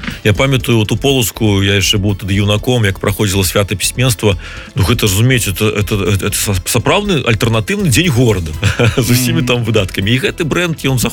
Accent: Belarus

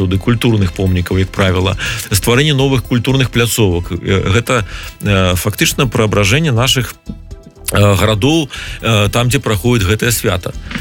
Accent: Belarus

